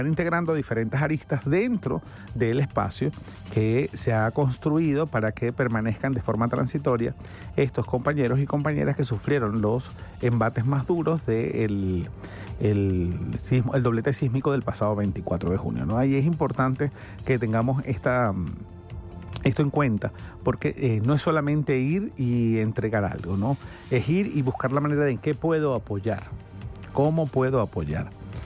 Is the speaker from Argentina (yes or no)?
no; Venezuela; la solidaridad que nos caracteriza como venezolanos